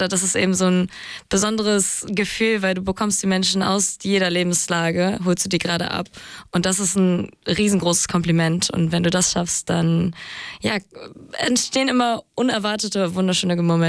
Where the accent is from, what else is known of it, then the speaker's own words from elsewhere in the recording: Hamburg, Germany; ich komme aus Hamburg und mache Singer-Songwriter-Mucke